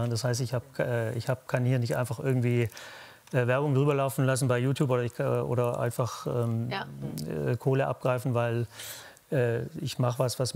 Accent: Swabia, Germany; Nee, da bin ich Schwabe.

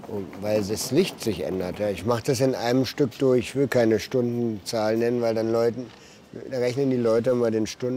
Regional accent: Berlin, Germany; Ich komme aus Berlin und dass ich jetzt hier so viel Rot verwende, zeigt eben, dass ich nicht in Berlin male.

